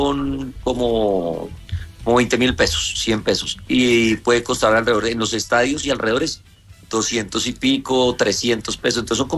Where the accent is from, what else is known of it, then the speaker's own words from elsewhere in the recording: Colombia; Claro, uno ahí dice mi tierrita, mi país.